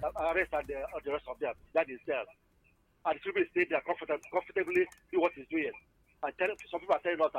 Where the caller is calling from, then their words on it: Nigeria; And I come from Obunka, down by state.